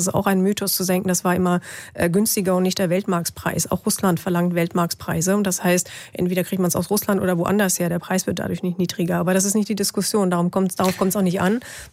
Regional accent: West Germany, Germany; Ich komme aus Westdeutschland.

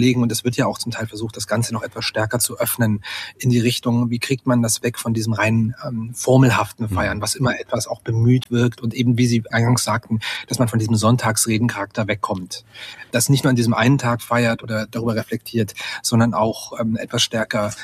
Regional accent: Saxony-Anhalt, Germany; in meiner Heimatstadt oder meiner alten Heimatregion in Mansfeld-Südharz

